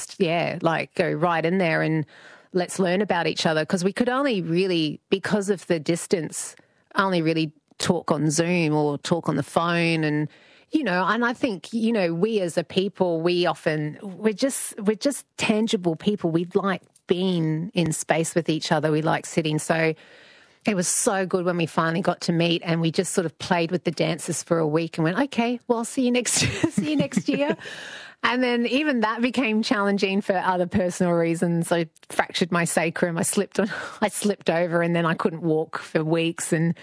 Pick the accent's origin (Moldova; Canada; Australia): Australia; Brisbane, Queensland; also born or lived in Sydney; I've been home for 3 years. I grew up here in Brisbane, and I moved to Sydney for work, and I came back home because mum's in her 80s now and dad's in his 80s.